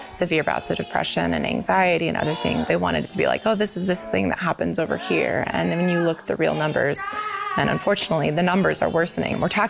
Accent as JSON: {"language": "English", "region": "Alaska", "country": "United States", "tie": "born or raised there", "said": "I am the director for Smart Song Circle. I grew up here in Alaska in a village called Sleep Mute."}